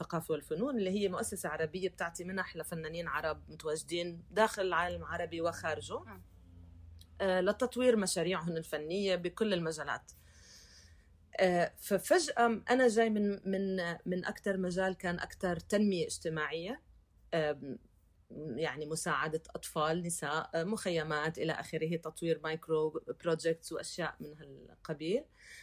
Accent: Lebanon; طفولتي كفلسطينية بلبنان، مع اختلاف ان كان اللهجة او الاشياء اللي عم بعيشها غير عن اللي معي بالمدرسة اللبنانيين

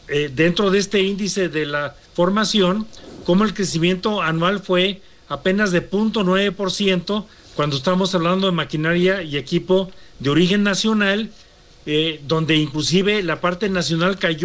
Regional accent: Guanajuato, Mexico; Como guanajuatense estoy feliz, Eduardo.

